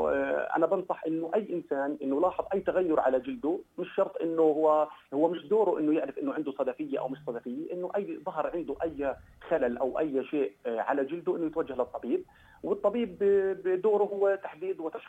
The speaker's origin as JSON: {"language": "Arabic", "country": "Palestine", "said": "طبعا احنا عندنا بفلسطين"}